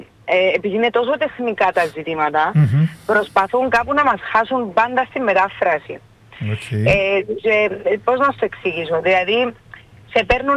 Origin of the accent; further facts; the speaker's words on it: Limassol, Limassol District, Cyprus; Και έξω από τη Λεμεσό η πόλη μου είναι πανέμορφη.